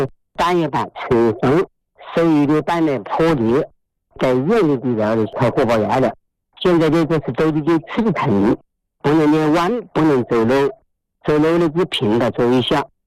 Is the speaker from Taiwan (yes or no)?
no; Hanchuan, Hubei, China; also born or lived in Xiaogan; 我的老家是汉川，我在孝感工作了10几年，现在也79岁了。